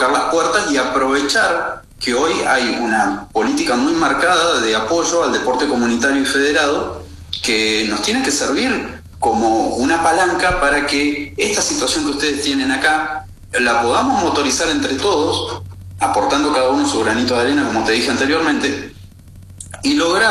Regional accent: Zapala, Neuquén, Argentina; en la ciudad de donde yo vengo a través de la delegación de personas jurídicas que tenemos en Zapala

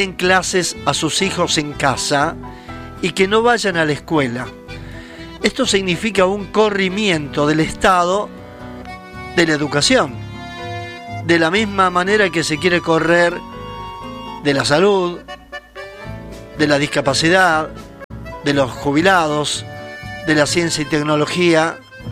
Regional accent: Argentina

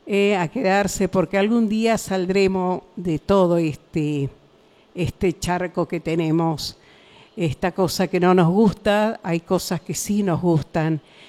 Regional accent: Argentina; somos argentinos.

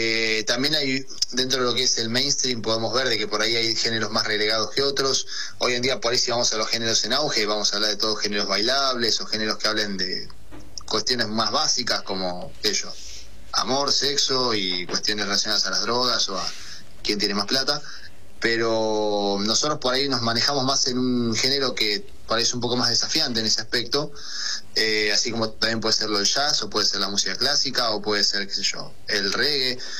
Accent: Argentina; nuestra realidad como argentinos

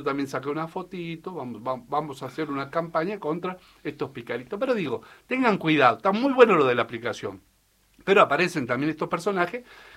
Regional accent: Salta, Argentina; Anta, mi tierra arisca!

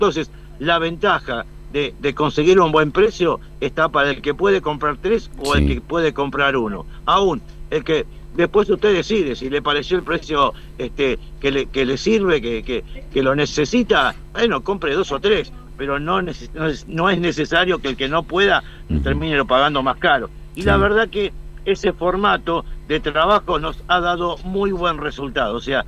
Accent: Argentina; soy argentino

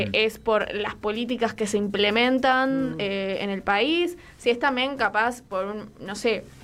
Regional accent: Argentina

